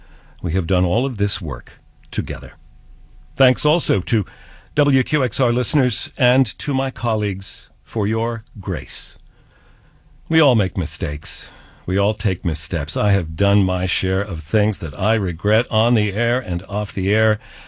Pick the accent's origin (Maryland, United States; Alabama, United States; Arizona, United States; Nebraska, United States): Nebraska, United States; Scottsbluff; born or raised there; moved away as an adult; also born or lived in Omaha, Nebraska / Freeport, Long Island; now in New York, United States